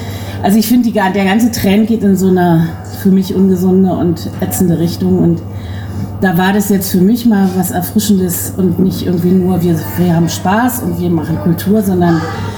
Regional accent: Berlin, Germany; ich komme ursprünglich aus Berlin, ich war auf etlichen Demos

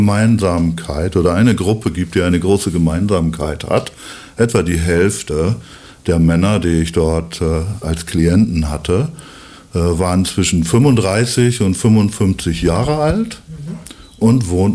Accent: Lower Saxony, Germany; accent: East Frisian; moved away as an adult; also born or lived in Freiburg; Also ich bin gebürtiger Ostfriese, das werde ich sprachlich auch nicht ganz verbergen können.

